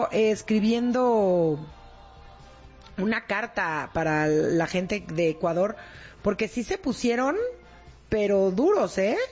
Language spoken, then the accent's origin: Spanish; Mexico; No hablo contra México, hablo desde México. Lo digo siendo mexicano, uno que ha cargado su bandera por el mundo entero con orgullo.